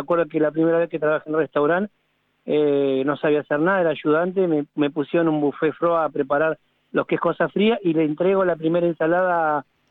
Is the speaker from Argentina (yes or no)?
yes; General Roca, Río Negro, Argentina; born there; moved away as an adult; now in Neuquén, Argentina; No, nacido en General Roca, Río Negro y me vine acá a los 26 años.